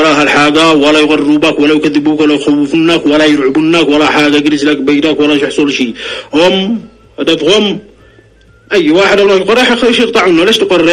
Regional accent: Yemen; نحن مجتمع يمني متماسك ثقافة واحدة دين واحد أخلاق واحدة عادة وتقاليد

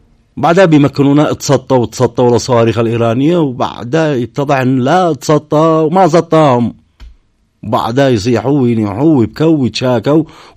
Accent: Yemen; على بلادنا اليمن

